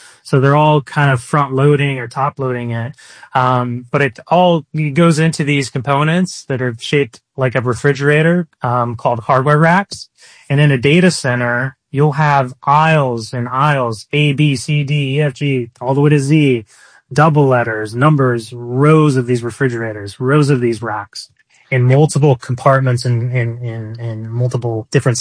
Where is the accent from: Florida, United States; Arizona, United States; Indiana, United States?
Arizona, United States; moved away; But yeah, growing up in Arizona, you know, just dealing with hunkering down in the summer or getting in a pool or putting on sunscreen